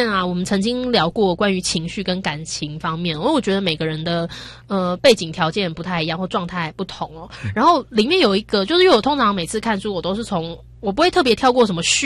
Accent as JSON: {"language": "Chinese", "country": "Taiwan", "tie": "born or raised there", "said": "我在台湾长大，在亚洲国家长大。"}